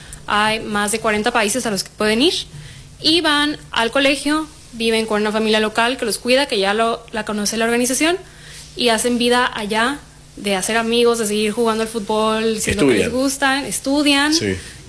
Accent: Mexico; moved away as an adult; now in Argentina; yo, siendo latina, también veo que la gente... aunque somos una cultura cálida en México

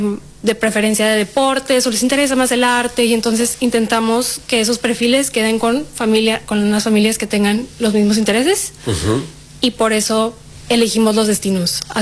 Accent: Mexico; moved away as an adult; now in Argentina; yo, siendo latina, también veo que la gente... aunque somos una cultura cálida en México

